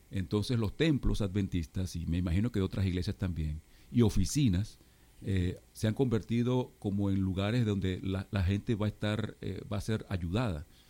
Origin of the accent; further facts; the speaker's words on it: Venezuela; moved away as an adult; Yo soy venezolano, hace 10 años salimos de allá, porque trabajamos aquí en la iglesia adventista como pastores